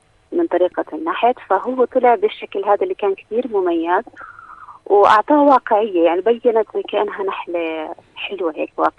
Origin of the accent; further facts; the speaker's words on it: Jordan; إحنا نعم. في الأردن بحاجة لهذا النوع من الترفيه.